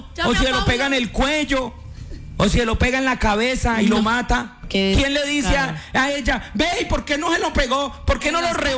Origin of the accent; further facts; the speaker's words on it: Tolima, Colombia; Vos sabés, aunque soy tolimense.